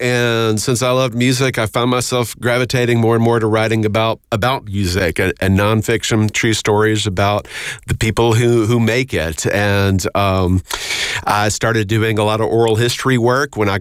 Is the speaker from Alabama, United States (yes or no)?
yes; Montgomery, Alabama, United States; now in Birmingham, United States; I grew up in Montgomery